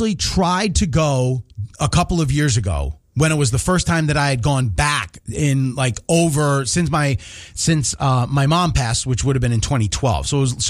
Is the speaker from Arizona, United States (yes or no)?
no; Hudson, New York, United States; moved away; Hudson, where I grew up